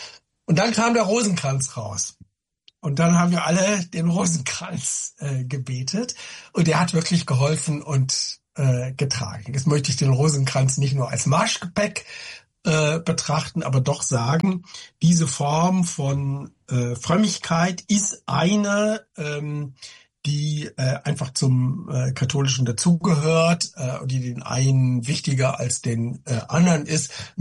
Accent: Northern Germany, Germany; Ja, ich komme aus Norddeutschland.

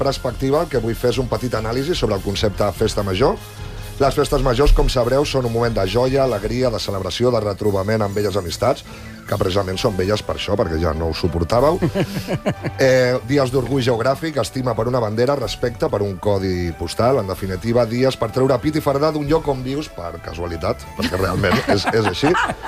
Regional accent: Molins de Rei, Catalonia, Spain; la festa major del meu poble

